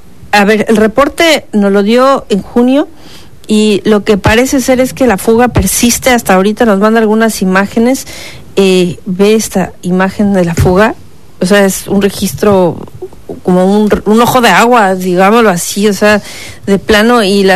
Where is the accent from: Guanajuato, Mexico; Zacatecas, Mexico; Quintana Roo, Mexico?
Quintana Roo, Mexico; Playa del Carmen; Nosotros somos de Playa del Carmen, entonces lo trasladaron al materno infantil porque acá está en Playa del Carmen, no había este especialista.